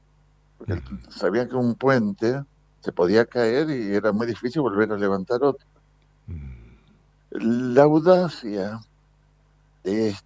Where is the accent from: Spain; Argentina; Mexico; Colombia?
Argentina; Entre Ríos; nosotros los entrerrianos